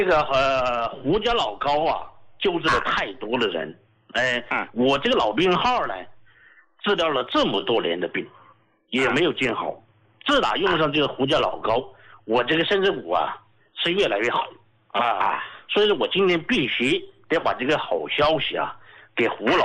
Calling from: Chongqing, China; accent: Sichuanese; 我是重庆的听众啊。

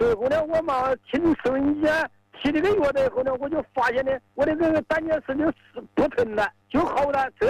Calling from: Danyang, Jiangsu, China; 我是丹阳市廖前镇延吉村德族。

